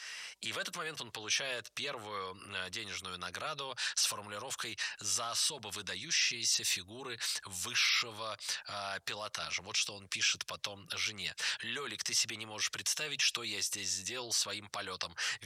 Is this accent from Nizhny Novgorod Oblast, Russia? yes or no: yes; Nizhny Novgorod, Nizhny Novgorod Oblast, Russia; born there; я, как человек, родившийся в Нижнем Новгороде, как нижегородец